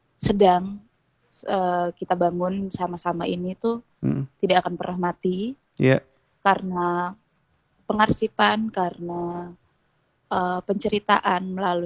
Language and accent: Indonesian; East Nusa Tenggara, Indonesia; kita sebagai warga Manggarai Barat ini, masyarakat di Manggarai Barat